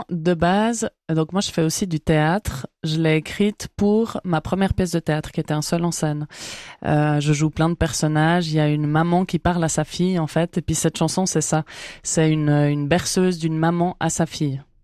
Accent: Switzerland; born there; même si je suis née en Suisse et puis que ma langue maternelle, au final, ben, c'est le français, même si je parle aussi italien

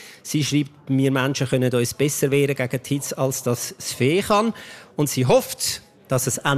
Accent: Zurich, Switzerland; Als Zürcher wäre ich gescheitert.

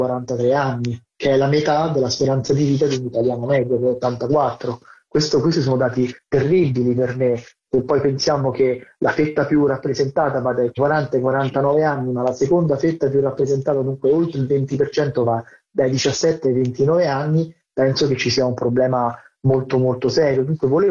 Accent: Rome, Lazio, Italy; born or raised there

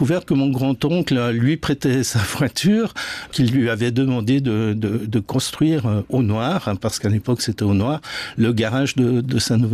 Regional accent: Bern, Switzerland; Alors, il se trouve que j'ai grandi dans le Jura bernois.

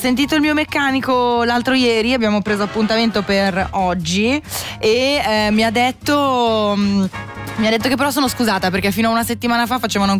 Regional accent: Locarno, Ticino, Switzerland; vengo da Locarno.

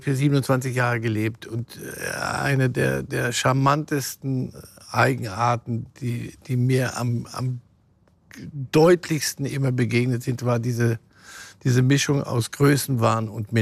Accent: Switzerland; als Schweizer Staatsbürger

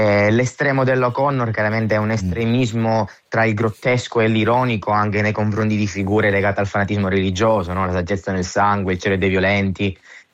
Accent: Sicily, Italy; Io sono siciliano, ho degli avi, degli antenati come scrittori di primo ordine

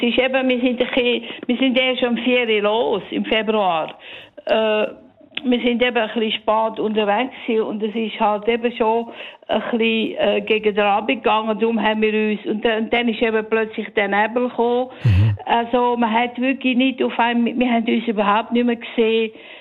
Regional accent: Graubünden, Switzerland; Ich bin im Engadin aufgewachsen, gross geworden

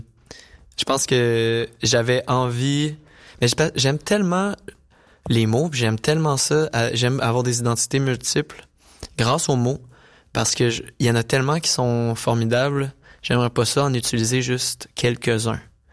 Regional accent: Saint-Hyacinthe, Quebec, Canada; je viens de Saint-Hyacinthe au Québec, au Canada.

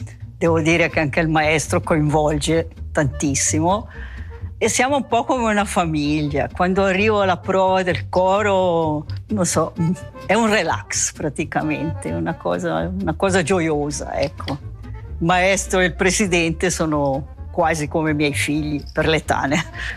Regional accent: Bellinzona, Ticino, Switzerland; moved away as an adult; now in Lugano, Switzerland; sono nata a Bellinzona, sono cresciuta a Bellinzona, adesso sono 54 anni che sono a Lugano.

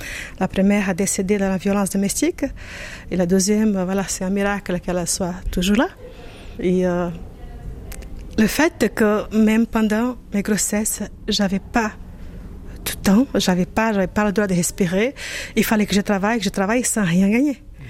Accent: Brazil; moved away

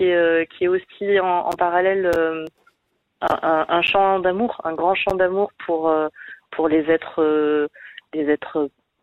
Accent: Provence-Alpes-Côte d'Azur, France; J'ai grandi dans les Hautes-Alpes et dans un rapport très très concret, très direct et très libre avec les éléments

